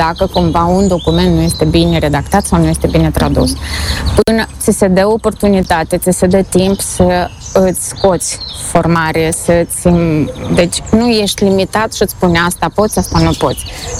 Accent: Moldova; now in Spain; suntem oameni harnici

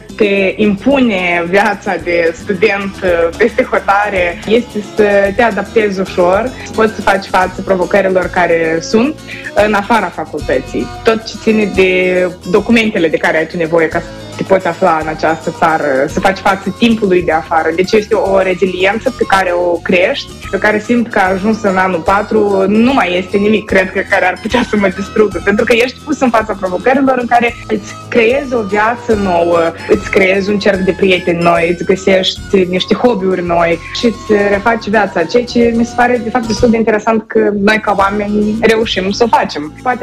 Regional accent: Moldova; moved away as an adult; le spuneam oamenilor că sunt din Moldova

